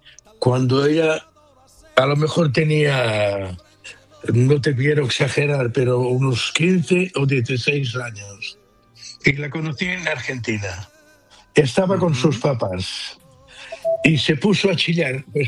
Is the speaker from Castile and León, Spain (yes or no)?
no; Barcelona, Catalonia, Spain; born there; Yo nací en Barcelona.